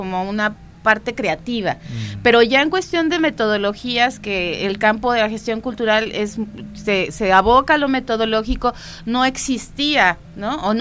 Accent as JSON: {"language": "Spanish", "region": "Morelos", "country": "Mexico", "said": "Porque además yo no soy de Ciudad de México, yo soy de Morelos."}